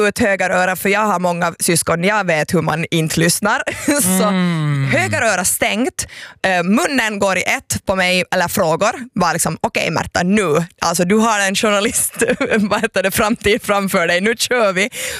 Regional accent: Ekenäs, Uusimaa, Finland; jag är uppvuxen i Ekenäs

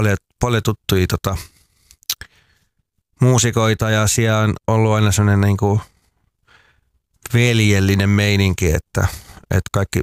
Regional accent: Tampere, Pirkanmaa, Finland; vaikka mä koen, että olen tamperelainen, tai me ollaan, sanotaanko, että me ollaan tamperelaistuttu

